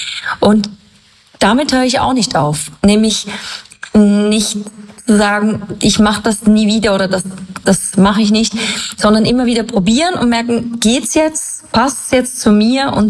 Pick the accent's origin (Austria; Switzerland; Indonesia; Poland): Switzerland; Ich bin Schweizerin, ich liebe meine Heimat.